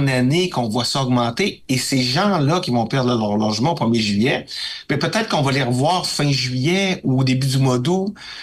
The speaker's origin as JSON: {"language": "French", "town": "Baie-Saint-Paul", "region": "Quebec", "country": "Canada", "tie": "born or raised there", "moved": "yes", "lives_now": "Quebec City, Canada", "said": "moi, je suis originaire de Baie-Saint-Paul."}